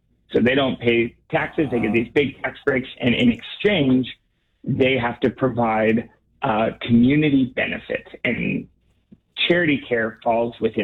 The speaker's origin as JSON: {"language": "English", "town": "Portland", "region": "Oregon", "country": "United States", "tie": "born or raised there", "said": "So I grew up in Portland, Oregon."}